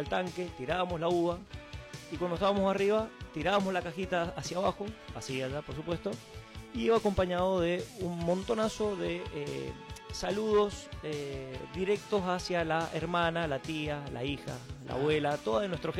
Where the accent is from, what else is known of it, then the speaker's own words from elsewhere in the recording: Mendoza, Argentina; como buenos mendocinos, nosotros somos muy apasionados del vino.